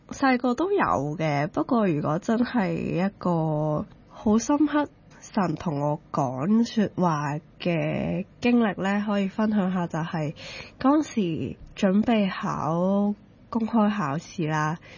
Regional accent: Hong Kong; 得我一個香港人

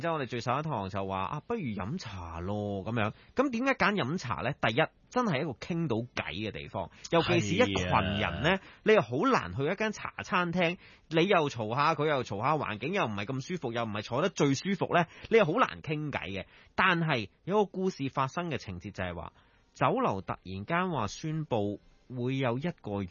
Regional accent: Australia; 我记得我嗰阵时细个喺澳洲嘅时候咧，系经历过一次

